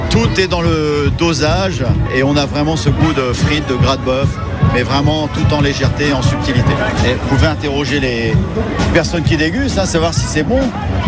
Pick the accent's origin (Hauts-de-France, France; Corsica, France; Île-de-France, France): Hauts-de-France, France; Je suis originaire du Nord, donc forcément la frite chez nous c'est emblématique